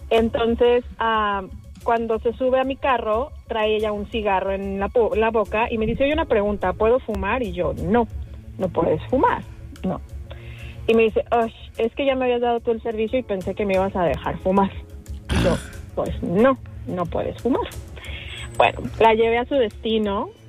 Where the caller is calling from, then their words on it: Puerto Vallarta, Jalisco, Mexico; aquí en Puerto Vallarta ya ven que no es tan grande que digamos